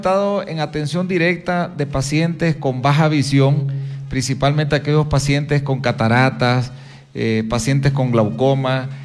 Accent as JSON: {"language": "Spanish", "country": "Nicaragua", "moved": "as an adult", "lives_now": "Ecuador", "said": "Soy de Nicaragua, tengo la bendición de estar en Ecuador hace 10 años que vine a estas tierras."}